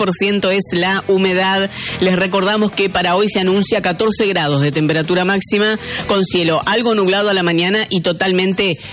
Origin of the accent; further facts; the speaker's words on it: Argentina; es un plus que tenemos los argentinos.